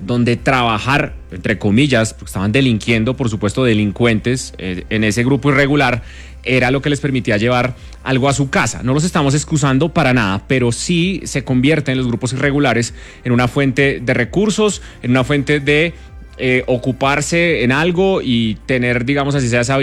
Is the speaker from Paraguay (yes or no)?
no; Colombia; este es un tema que nos pone a nosotros a revisarnos como colombianos qué es lo que está pasando.